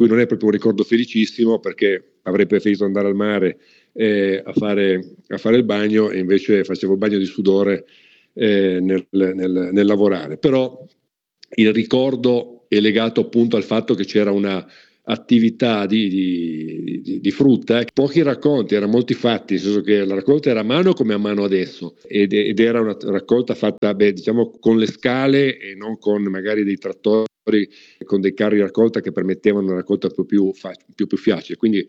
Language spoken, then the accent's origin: Italian; Turin, Piedmont, Italy; born there; Mio nonno ovviamente abitava, è rimasto ad abitare a Cornigliano d'Alba, mentre io sono nato a Torino, dove mio padre si era trasferito per svolgere l'attività appunto di commercio d'ingrosso.